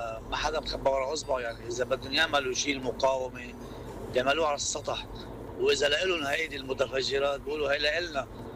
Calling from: South Lebanon, Lebanon; من الجنوب.

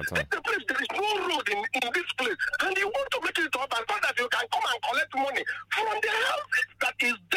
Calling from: Enugu State, Nigeria; I am from Nkanu East.

